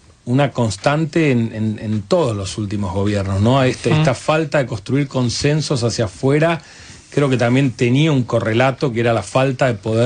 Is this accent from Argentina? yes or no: yes; Argentina